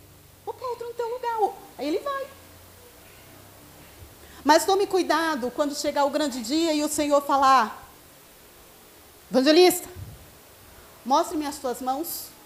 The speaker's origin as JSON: {"language": "Portuguese", "town": "Maceió", "region": "Alagoas", "country": "Brazil", "tie": "born or raised there", "said": "eu sou alagoana, tá? Sou de Maceió, Alagoas."}